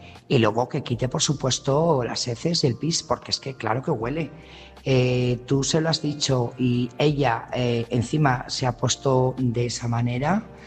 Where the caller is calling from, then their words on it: Burgos, Castile and León, Spain; Buenas noches … corresponsal de Burgos.